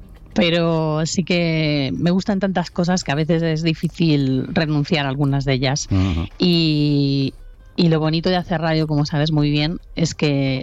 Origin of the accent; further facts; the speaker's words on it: Zamora, Castile and León, Spain; now in Toledo, Spain; Yo soy de Zamora